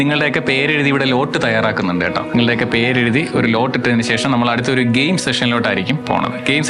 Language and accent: Malayalam; Kerala, India; നമ്മൾ മലയാളികളല്ലേ, അപ്പോൾ ഞാൻ ചില ടോപ്പിക്കുകൾ തരും